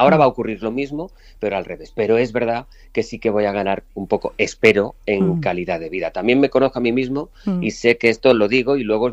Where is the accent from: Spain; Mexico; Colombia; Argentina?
Spain; Soy un tipo muy de pueblo, soy de la Ribera, presumo cada vez más de serlo, y más orgulloso de eso.